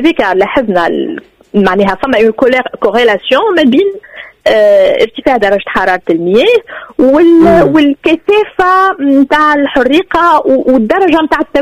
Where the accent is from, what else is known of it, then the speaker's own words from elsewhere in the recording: Tunisia; accent: Tunisian; بلهجتنا التونسية